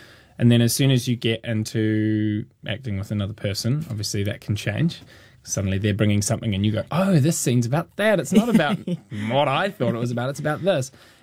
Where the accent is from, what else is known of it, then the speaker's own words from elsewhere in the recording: Christchurch, Canterbury, New Zealand; I'm from Christchurch, but, you know, I have family friends who are farmers, and we spend a lot of our time in, like, rural Otago and places like that.